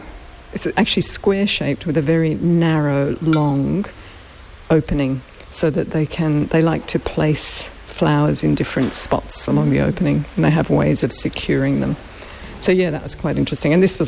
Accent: Brisbane, Queensland, Australia; I grew up in Brisbane.

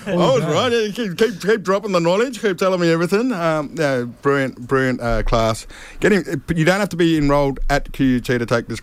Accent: Lismore, New South Wales, Australia

